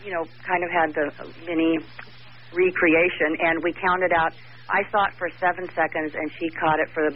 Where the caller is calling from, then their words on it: Sonoma, California, United States; I'm calling from Sonoma.